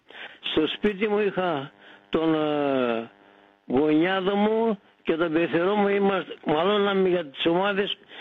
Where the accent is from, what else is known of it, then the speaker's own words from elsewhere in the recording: Domokos, Central Greece, Greece; now in Frankston, Australia; Μεγάλωσα στα Μεταλλεία Δομοκού